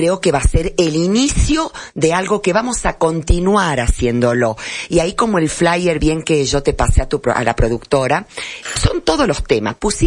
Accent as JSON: {"language": "Spanish", "region": "Salta", "country": "Argentina", "said": "cuando yo pongo el domicilio, que soy salteña, Salta Capital, inmediatamente me inscribe en el régimen provincial."}